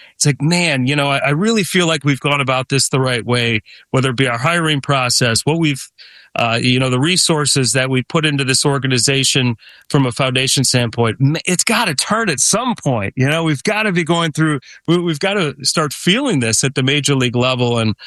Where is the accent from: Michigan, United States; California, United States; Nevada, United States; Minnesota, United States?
Michigan, United States; Detroit; born or raised there